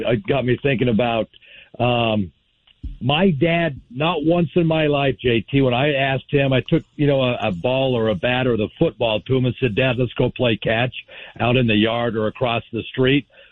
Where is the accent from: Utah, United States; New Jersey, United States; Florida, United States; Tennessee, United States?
Utah, United States; Salt Lake City; growing up in Salt Lake City